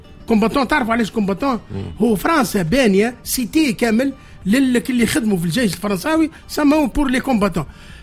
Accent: Tunis, Tunis Governorate, Tunisia; نقول لك انا ولد جبل لحم.

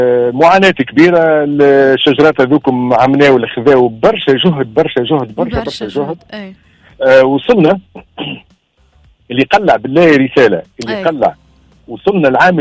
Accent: Tunisia; عندنا في تونس

